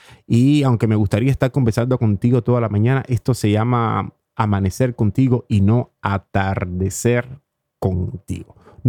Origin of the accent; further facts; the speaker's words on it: Cuba; habla que te habla como buen cubano